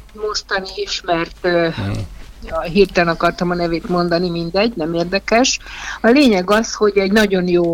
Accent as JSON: {"language": "Hungarian", "region": "Budapest", "country": "Hungary", "tie": "born or raised there", "also_born_or_lived": "Csabrendek", "said": "Én csabrendeki születésű vagyok, az a Bakonyban van, és Budapesten élek 7 éves korom."}